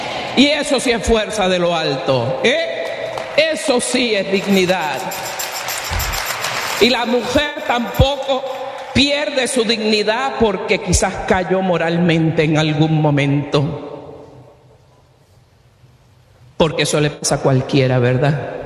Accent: Puerto Rico; Yo soy boricua

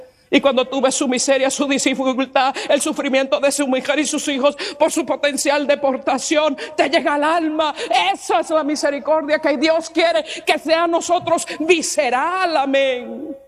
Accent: Puerto Rico; born there; Nací ciudadana americana, nací en Puerto Rico, donde es territorio americano, y tuve que agarrar mis maletas solamente y llegar aquí el día que decidí comprar el tiquete y llegar.

